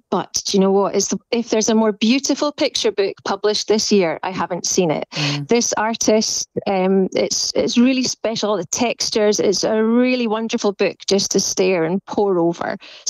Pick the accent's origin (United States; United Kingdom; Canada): United Kingdom; Scotland; as a Scot, I'm very aware of that as well.